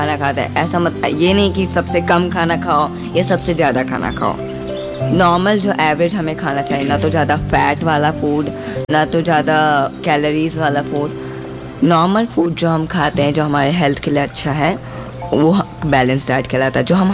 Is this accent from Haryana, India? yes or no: no; Lucknow, Uttar Pradesh, India; born there; also born or lived in Chhattisgarh; Actually मैं लखनऊ में पैदा हुआ, पर पापा की जॉब की वजह से 10 ईयर्स छत्तीसगढ़ में रहा।